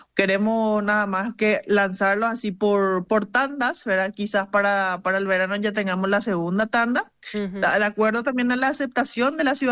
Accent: Paraguay; Estas fueron las raíces que a nosotras nos fortalecieron como mujeres paraguayas, cuñaguapa que somos

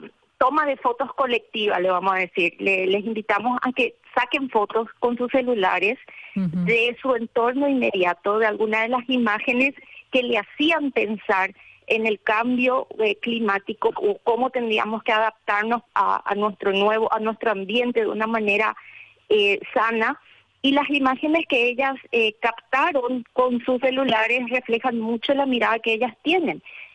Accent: Paraguay

